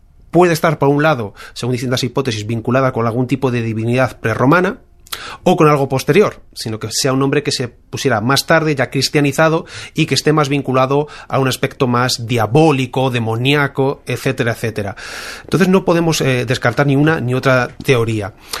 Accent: Toledo, Castilla-La Mancha, Spain; born there; also born or lived in Madrid; No, fíjate, nací en Madrid, pero a los 7-8 años ya estaba en Toledo.

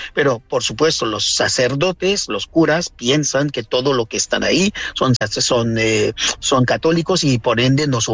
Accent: Tortuga Island, Nord-Ouest, Haiti; moved away as an adult; now in Catalonia, Spain; Yo nací en una isla que se llama Isla de Tortuga.

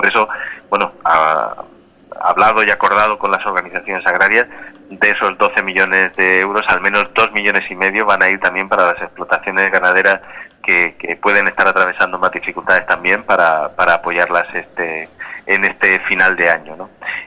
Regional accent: Region of Murcia, Spain; lo que somos los murcianos y la región de Murcia.

